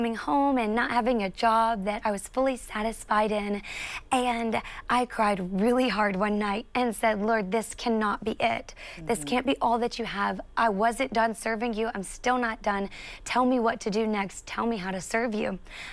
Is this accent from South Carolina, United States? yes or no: yes; South Carolina, United States; I'm 24 years old and I'm a South Carolina girl. If you can't tell from my accent, I love the South. I'm one of four kids and I was raised in the church.